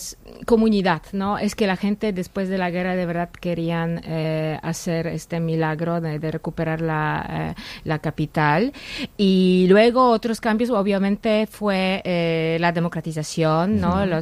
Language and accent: Spanish; Kraków, Lesser Poland, Poland; Spanish is a second language; Yo vengo de Cracovia, que es la antigua capital de Polonia, con un castillo de renacentista, con muchos edificios renacentistas, el centro es muy histórico